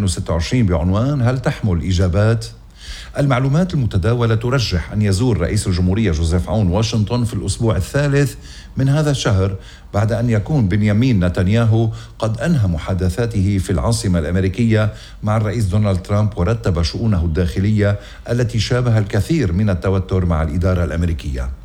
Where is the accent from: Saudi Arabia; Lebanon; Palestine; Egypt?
Lebanon; جماعة الفرس بوطننا لبنان. شيء مؤسف جدا.